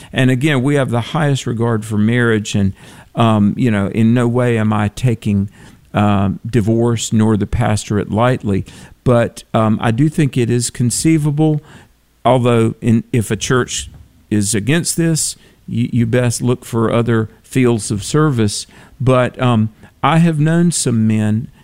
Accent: Bible Belt, United States; growing up in the Bible Belt, I always heard preachers say

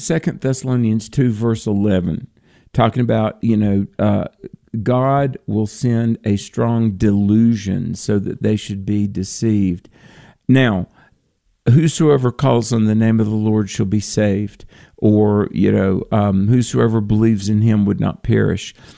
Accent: the South, United States; growing up in the Bible Belt

